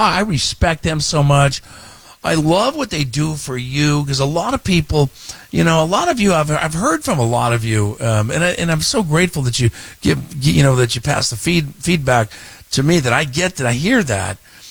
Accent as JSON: {"language": "English", "region": "West Coast", "country": "United States", "said": "I'm a West Coast guy"}